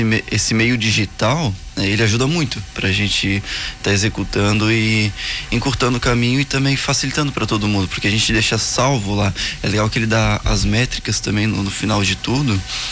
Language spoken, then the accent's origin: Portuguese; Blumenau, Santa Catarina, Brazil; Sou de Blumenau.